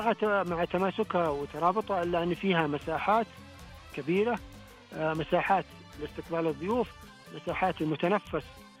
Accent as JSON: {"language": "Arabic", "region": "Asir", "country": "Saudi Arabia", "said": "وحنبدأ بقريتنا"}